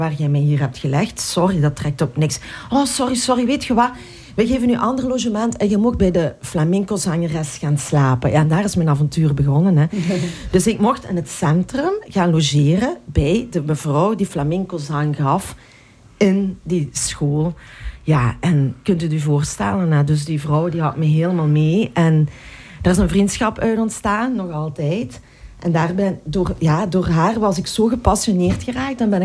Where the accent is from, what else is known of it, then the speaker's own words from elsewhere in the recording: Lillo, Flanders, Belgium; first language Spanish; moved away as an adult; En ik kwam uit Lilo. Middle of nowhere.